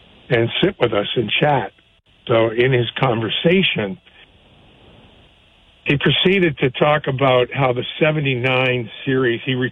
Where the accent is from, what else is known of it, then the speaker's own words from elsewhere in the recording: Lindsay, Ontario, Canada; moved away as an adult; now in New York, United States; I grew up in Lindsay, family in Kitchener, which is certainly Kitchener to Lindsay Lindsay to Kitchener is a big leap in community. And then you leap from there to Manhattan, and 50 years later, I'm still there.